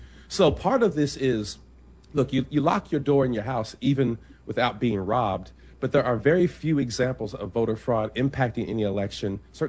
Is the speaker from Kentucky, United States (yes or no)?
yes; Kentucky, United States; and yes, even Mitch McConnell of my home state of Kentucky